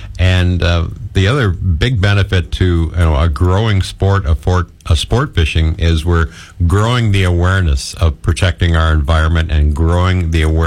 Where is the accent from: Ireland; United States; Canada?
Canada; Gananoque, Ontario; I grew up in Gananoque, Ontario, and of course along the St. Lawrence